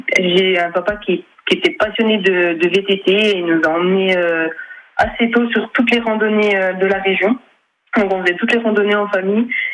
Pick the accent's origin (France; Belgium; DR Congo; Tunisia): France; Morteau, Bourgogne-Franche-Comté; born or raised there